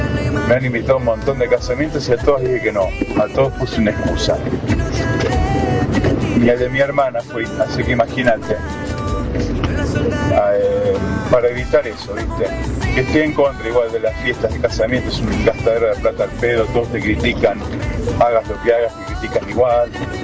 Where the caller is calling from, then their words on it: Palermo, Buenos Aires, Argentina; Hola Fernández, equipo … de Palermo.